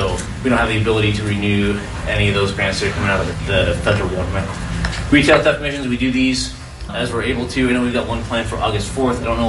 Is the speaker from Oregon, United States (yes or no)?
yes; Clackamas County, Oregon, United States; So I grew up just outside of East Precinct, off 162nd and Foster, just in the Clackamas County. So I went to Centennial Schools. My grandparents, my dad was born in Lynn, so like 85th and Duke. And then when I was growing up, they lived at 130th and Bush. So I've got deep roots out here.